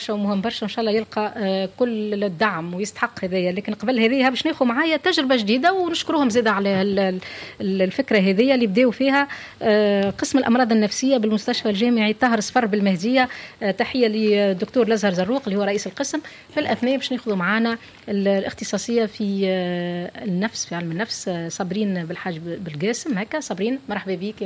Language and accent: Arabic; Tunisia; عندنا في تونس